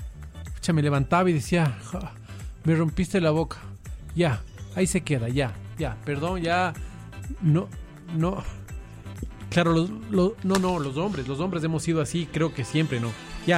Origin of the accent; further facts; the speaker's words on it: Quito, Pichincha, Ecuador; Yo como quiteño era encantado, encantado.